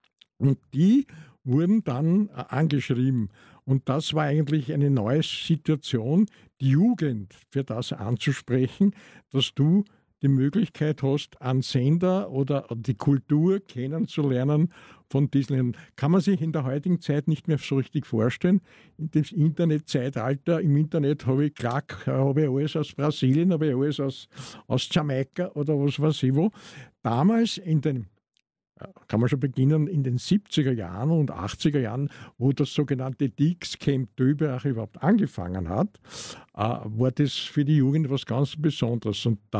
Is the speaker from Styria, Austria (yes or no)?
no; Vienna, Austria; Ich komme ja aus Wien.